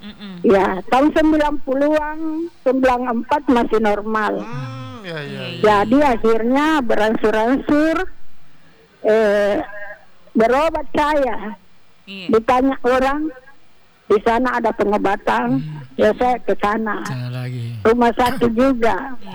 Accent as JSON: {"language": "Indonesian", "region": "South Sulawesi", "country": "Indonesia", "tie": "born or raised there", "said": "Saya kan asli Macini. Di Macini saya lahir."}